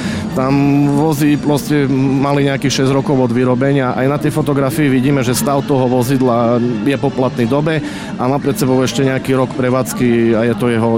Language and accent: Slovak; Košice, Košice Region, Slovakia; ja som býval na sídlisku nad jazerom, som rodak z Tamadial